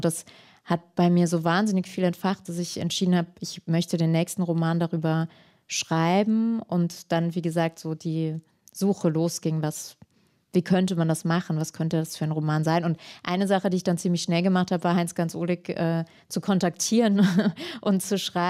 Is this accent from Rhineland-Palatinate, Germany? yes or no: yes; Hermeskeil, Rhineland-Palatinate, Germany; born there; Und das hatte ich eben mit meinem Geburtsort, dass ich gemerkt habe, ich habe sozusagen die Taten selbst geschützt, indem ich auf das Schweigen reingefallen bin, das dort herrschte.